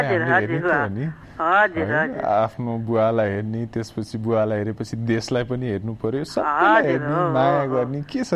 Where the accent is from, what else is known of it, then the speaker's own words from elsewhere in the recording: Nuwakot, Bagmati, Nepal; आज मेरो घर त नुवाकोटे हो